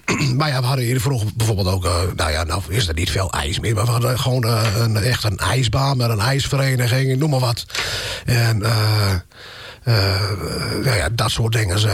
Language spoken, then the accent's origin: Dutch; Winschoten, Groningen, Netherlands; now in Nieuweschans, Netherlands; En vanaf mijn, 24ste geloof ik, ben ik naar Nieuweschans gegaan. En sinds die tijd ben ik uit Winschoten weg.